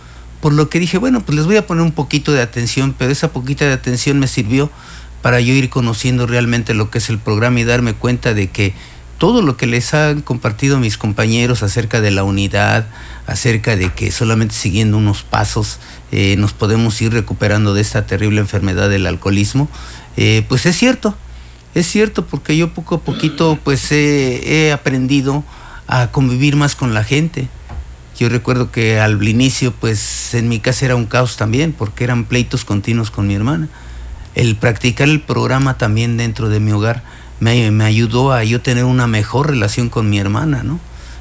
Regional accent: Mexico City, Mexico; Estuve a punto de morir allá en la Ciudad de México. Yo vengo de la Ciudad de México

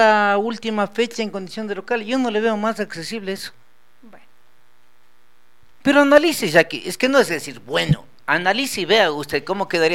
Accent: Riobamba, Chimborazo, Ecuador; Es como yo soy de cantón, soy de Riobamba.

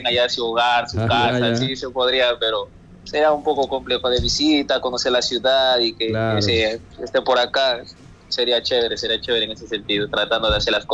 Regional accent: Ecuador; now in Manabí, Ecuador; la de mi tierra sí le extraño un poco, pero ya que haya un poco de posibilidad poder bajar allá y poder alimentarme de lo que es de la comida del Valle del Chota

